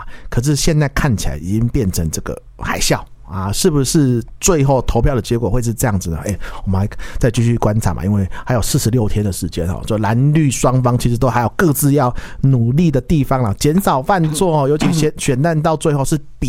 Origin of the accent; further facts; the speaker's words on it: Kaohsiung, Taiwan; 我身为高雄人